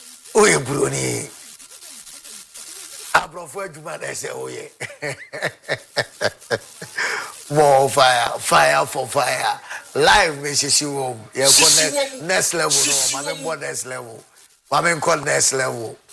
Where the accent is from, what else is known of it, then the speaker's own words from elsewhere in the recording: Ghana; Do you think, sir, as a Ghanaian, I will follow the blasters of Ghana?